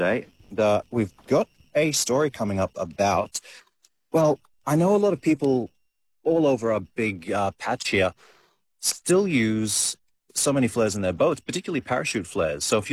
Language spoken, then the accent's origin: English; Broome, Western Australia, Australia; born in the Kimberley, raised here in Broome.